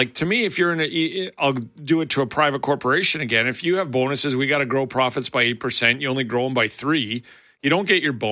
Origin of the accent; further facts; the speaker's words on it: Western Canada, Canada; I'm from the West, too